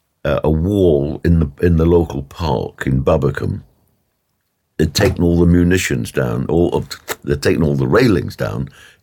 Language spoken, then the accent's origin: English; London, United Kingdom; born there; also born or lived in Seend, Wiltshire / Torquay; I was born in London, and all the kids, you know, youngsters would evacuate.